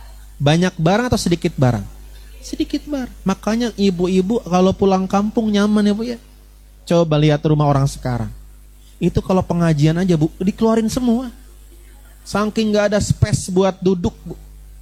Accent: Brebes, Central Java, Indonesia; Saya asalnya dari Brebes, Jawa Tengah.

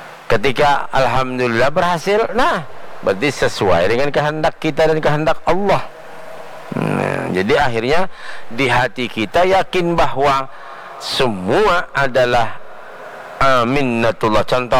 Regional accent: South Kalimantan, Indonesia; Ini apa aja kami Banjar tuh tanah bangkang-bangkang, Pak.

